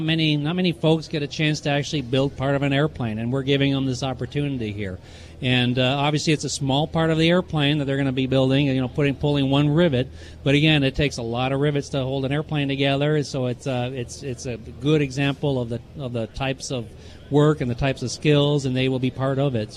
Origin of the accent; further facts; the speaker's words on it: Missouri, United States; You know, we're from Missouri, the show me state.